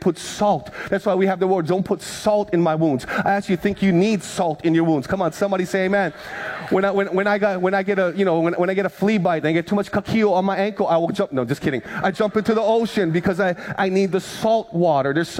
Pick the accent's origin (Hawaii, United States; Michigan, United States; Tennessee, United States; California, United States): Hawaii, United States; Big Island; growing up on the Big Island, my Filipino grandma